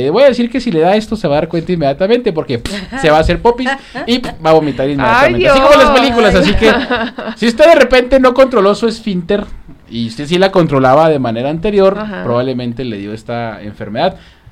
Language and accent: Spanish; Mexico; soy orgullosamente mexicano